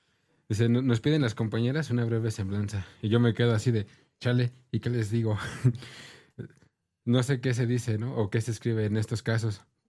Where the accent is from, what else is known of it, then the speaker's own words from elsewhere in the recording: Hidalgo, Mexico; also born or lived in Tijuana; Y aunque nuestros padres son de Hidalgo, algunos de nosotros nacimos en Tijuana, pero eso nomás fue el nacimiento. Ha sido acá en Hidalgo donde hemos venido brotando y echando raíz.